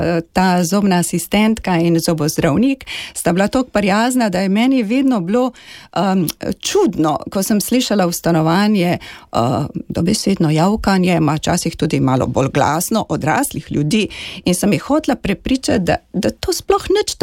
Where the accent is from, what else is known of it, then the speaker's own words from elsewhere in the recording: Anhovo, Gorizia, Slovenia; moved away; also born or lived in Postojna / Marijino Celje; potem smo pa živeli dobrih 14 let ob cementarni v Anhovem